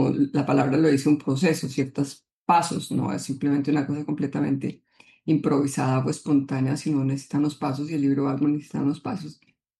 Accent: Colombia

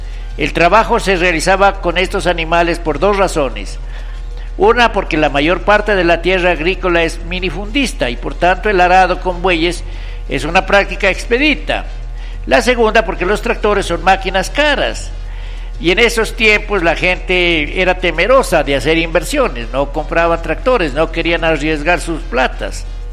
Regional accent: Puerres, Gualmatán, Contadero, Iles, Nariño, Colombia; cuando éramos niños, en Puerres, Gualmatán, Contadero, Iles, todos nuestros pueblos de acá

